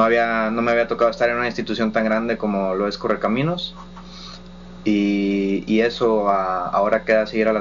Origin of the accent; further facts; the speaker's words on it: Tamaulipas, Mexico; uno como tamaulipeco, no soy de Ciudad Victoria, pero como tamaulipeco